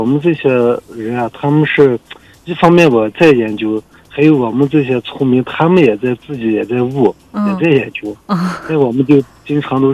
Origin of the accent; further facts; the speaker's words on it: Xinjiang, China; 对，我觉得尤其在我们新疆吧，这个鲜切花像我们新疆人还都比较花卉，比较喜欢植物这一块